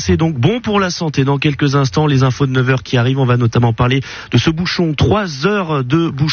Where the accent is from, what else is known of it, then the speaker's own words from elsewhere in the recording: Nouvelle-Aquitaine, France; chez moi en Charente